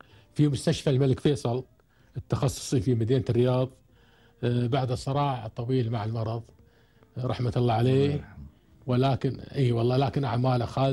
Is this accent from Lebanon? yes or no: no; Kuwait; عندنا بالكويت